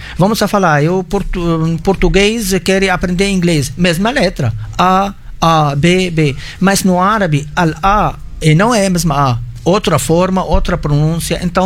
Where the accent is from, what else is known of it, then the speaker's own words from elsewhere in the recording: Byblos, Keserwan-Jbeil, Lebanon; Portuguese is a second language; moved away as an adult; now in Mossoró, Brazil; nós somos de Biblos. Biblos é o berço dos fenícios. Então, está no sangue.